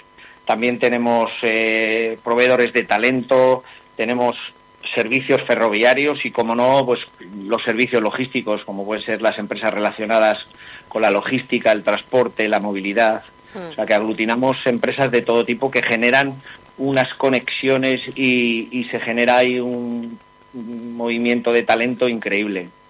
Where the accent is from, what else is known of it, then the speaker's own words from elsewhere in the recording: Calatayud, Aragon, Spain; se la doy a mi pueblo